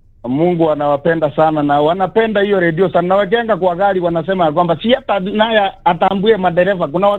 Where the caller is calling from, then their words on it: Gilgil, Nakuru County, Kenya; kutoka Gilgili